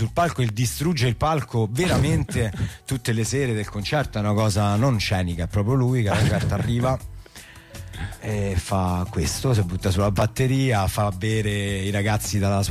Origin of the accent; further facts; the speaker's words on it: Lazio, Italy; Io sono della Tuscia Viterbese.